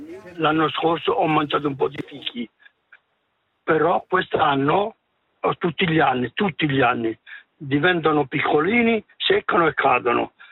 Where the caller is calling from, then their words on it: Bern, Switzerland; Da Berna.